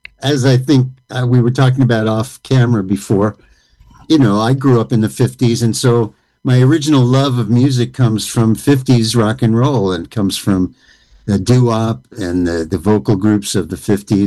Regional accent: New York City, New York, United States; born there; moved away as an adult; also born or lived in Washington, D.C. / Boston; now in Franklin, Tennessee, United States

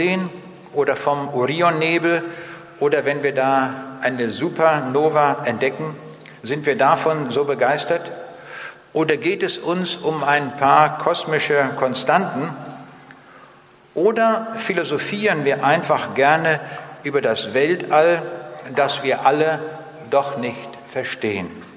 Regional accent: Braunschweig, Lower Saxony, Germany; Ich sage, ich komme aus Braunschweig und ich fahre nach Augsburg.

